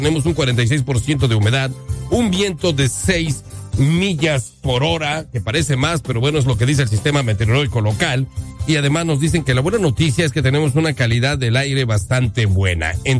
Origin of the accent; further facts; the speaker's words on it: Mexico; junto con nosotros como mexicanos, celebramos nuestra independencia.